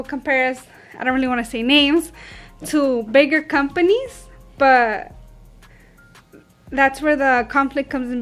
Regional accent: Rialto, California, United States; So I grew up there.

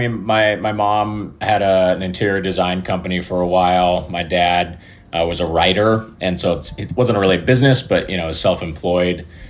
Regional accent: Portland, Oregon, United States; moved away as an adult; now in Southern California, United States; No, I'm from Portland, Oregon originally.

